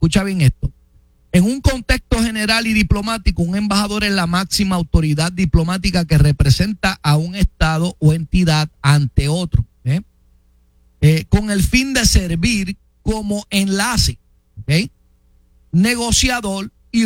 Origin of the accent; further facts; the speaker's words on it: Guaynabo, Puerto Rico; aunque nací, como dicen en Puerto Rico, en la loseta, soy de la ciudad. Podría llamarme guainabito, ¿verdad?, como dicen por ahí